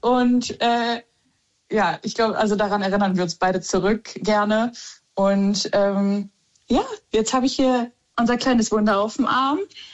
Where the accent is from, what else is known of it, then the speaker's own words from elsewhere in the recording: North Rhine-Westphalia, Germany; Also ich komme aus NRW und er aus Rheinland-Pfalz.